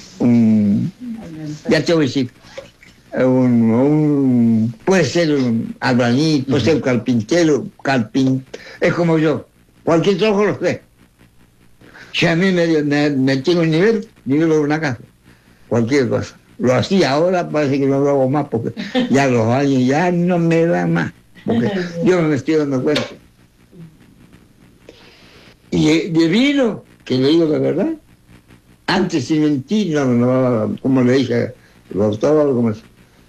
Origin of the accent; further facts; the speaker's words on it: Argentina; born there; Y nací en Piedra Mala, Pampa los Cruz, fui chico. El Cruz fue en este lado, yendo para Chile, acá.